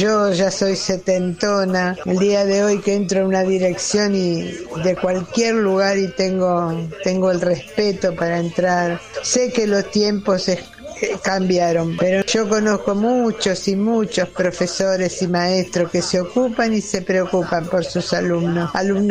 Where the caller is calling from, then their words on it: Buenos Aires Province, Argentina; de Villa Mitre